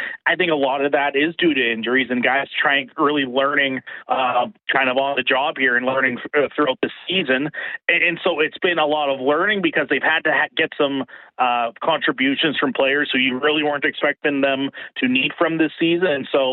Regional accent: Regina, Saskatchewan, Canada; born and raised in Regina.

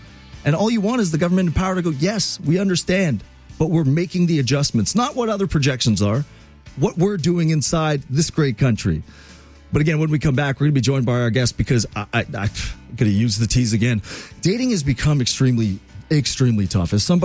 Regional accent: Quebec, Canada; I can do a French accent because I'm from Quebec.

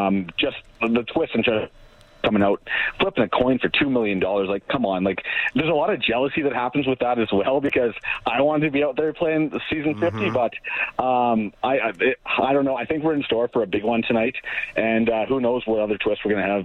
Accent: Edmonton, Alberta, Canada; came out, and I'm obviously from Edmonton. I'm a big country fan.

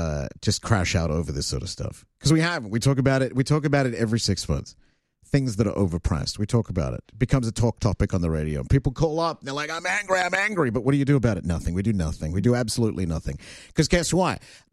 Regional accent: Canada; we care about the game because we're Canadian, right?

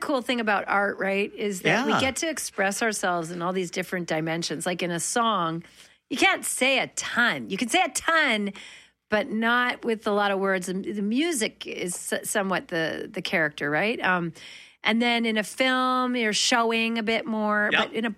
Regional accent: Manitoba, Canada; Growing up in Manitoba, I always tell this story

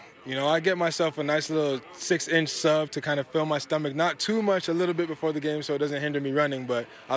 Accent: Jamaica; now in Calgary, Canada; I'm Jamaican

